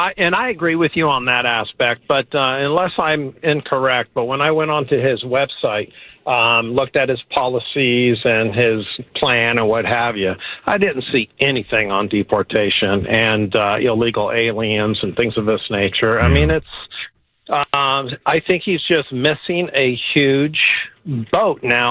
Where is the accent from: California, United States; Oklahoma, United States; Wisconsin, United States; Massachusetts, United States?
California, United States; Cupertino; I grew up in Cupertino